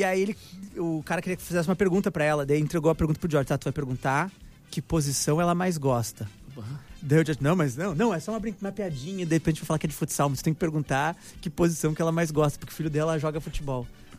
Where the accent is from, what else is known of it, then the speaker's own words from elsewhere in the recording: Rio Grande do Sul, Brazil; Eu sou gaúcho. Eu não tenho família aqui.